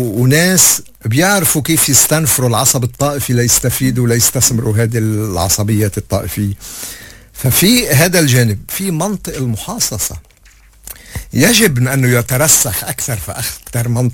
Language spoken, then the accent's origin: Arabic; Lebanon; نحن مصلحتنا كلبنانيين